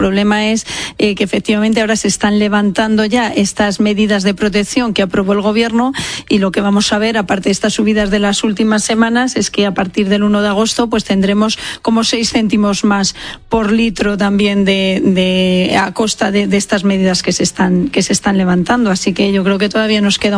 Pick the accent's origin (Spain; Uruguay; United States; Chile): Spain; Guadalajara, Castilla-La Mancha; Sí, yo soy de Guadalajara y de hecho pues mi hermana tiene una farmacia, la farmacéutica de un pueblo que estaba confinado.